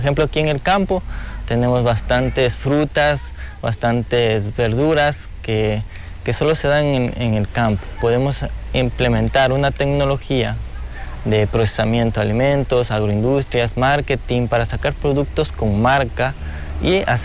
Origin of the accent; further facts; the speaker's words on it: Ecuador; regresé aquí, a mi pueblo, y estamos aquí.